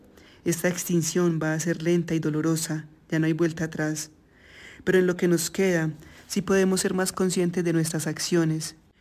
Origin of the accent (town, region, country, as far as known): Colombia